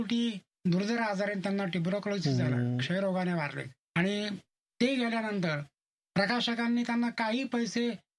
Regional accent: Maharashtra, India; also born or lived in Nevasa; माझं गाव रुद्धेश्वर देवस्थान जवळ

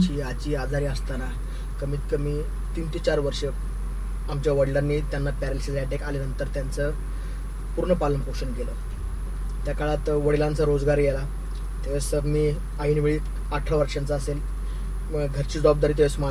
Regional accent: Ahmednagar, Maharashtra, India; माझं मूळ गाव दशमी गावात, परंतु गेल्या 35 ते 40 वर्षांपासून, थोडक्यात जन्मापासून केडगाव मध्ये माझं बालपण गेलं।

